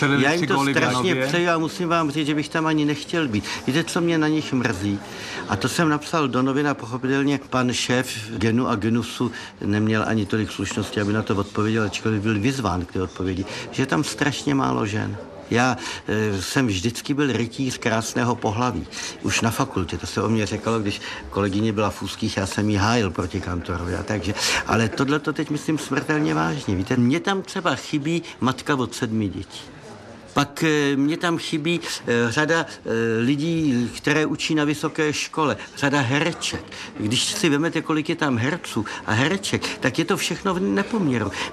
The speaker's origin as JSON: {"language": "Czech", "region": "Prague", "country": "Czechia", "said": "viděli, že jsem z Prahy"}